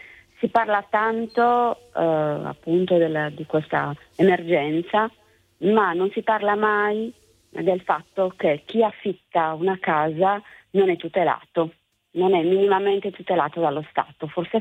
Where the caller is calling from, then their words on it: Olbia, Sardinia, Italy; Chiamo da Olbia.